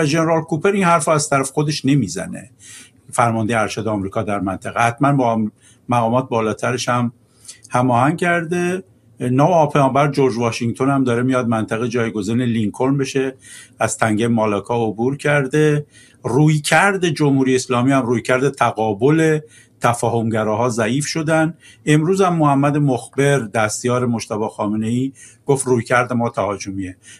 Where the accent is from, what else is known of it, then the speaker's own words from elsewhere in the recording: Iran; وظیفه‌مو به عنوان یه ایرانی انجام دادم برای کشورم